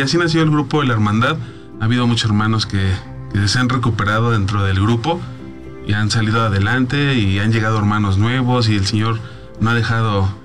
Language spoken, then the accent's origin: Spanish; Ixtapaluca, State of Mexico, Mexico; Yo he visto en internet, en mismo ahí donde nosotros somos de Ixtapaluca, y vamos a centros de rehabilitación en Ixtapaluca